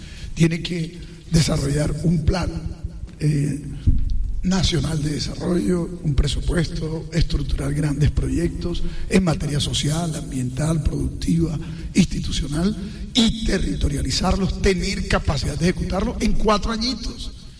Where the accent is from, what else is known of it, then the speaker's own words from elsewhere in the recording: Santa Marta, Magdalena, Colombia; also born or lived in Aracataca; yo nací en Santa Marta, soy criado en, nací en Aracataca, criado en Santa Marta, hijo de una madre trabajadora que fue muchos años empleada doméstica, aseadora, de un hospital público, de un maestro, viví en barrios populares